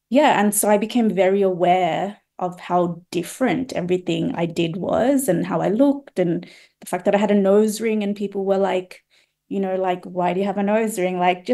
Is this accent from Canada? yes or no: no; Sydney, New South Wales, Australia; also born or lived in London; I went to school with a lot of other Tamil people. I grew up in Homebush and Strathfield or that area.